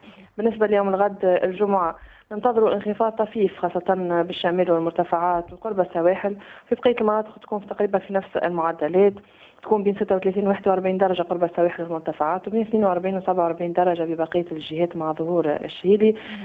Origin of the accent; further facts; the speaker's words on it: Tunisia; في معظم ولايات بلادنا